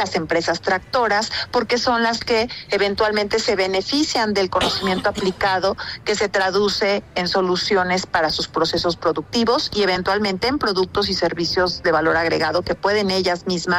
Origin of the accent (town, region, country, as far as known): Mexico